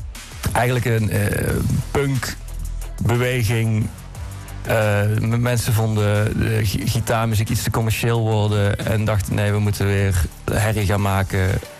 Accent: North Brabant, Netherlands; Als de Heuze, waar ik vandaan kom

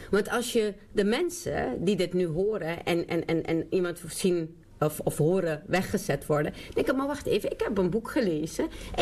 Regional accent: Netherlands; Maar ik ben zelf de mening toegedaan dat ik wil het, ik, want dit is ook mijn land.

